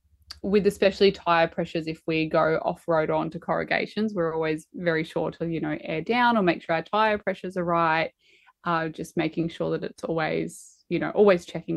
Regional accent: Melbourne, Victoria, Australia; I grew up in Melbourne

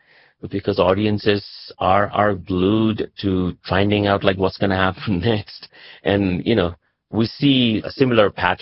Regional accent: United States; I say this as a Nepali American, I'm an American citizen, was born and raised here.

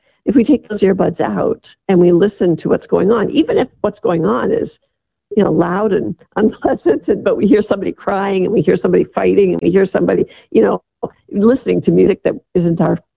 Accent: Midwest, United States; I grew up in the Midwest.

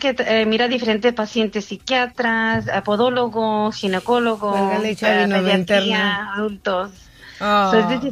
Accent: Irapuato, Guanajuato, Mexico; born or raised there; also born or lived in Dallas, Texas

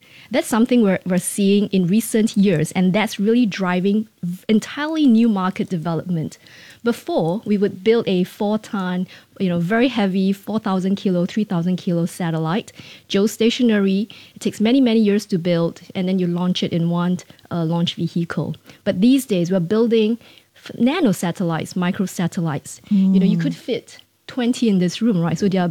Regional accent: Singapore; as a Singaporean

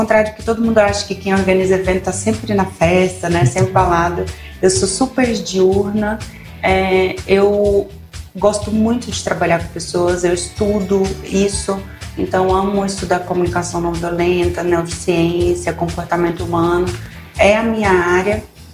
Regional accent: Goiânia, Goiás, Brazil; born there; moved away as an adult; now in Brasília, Brazil; nasci em Goiânia, tenho uma mãe incrível, dois irmãos. Eu sou do meio, vim para Brasília com 23 anos, amo a cidade, se tornou minha cidade, meu lar.

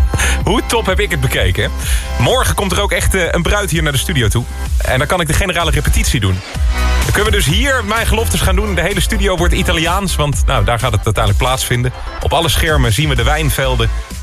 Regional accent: Nijmegen, Gelderland, Netherlands; Zij komt uit Limburg, ik kom uit Nijmegen.

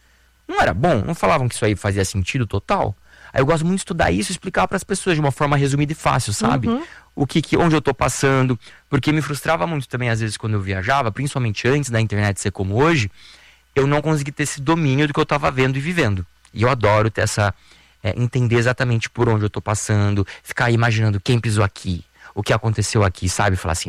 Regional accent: Rio de Janeiro, Brazil; born or raised there

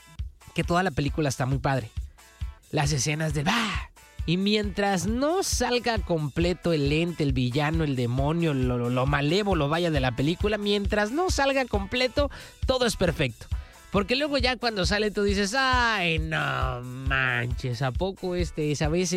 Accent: Mexico; Nosotros acá en México

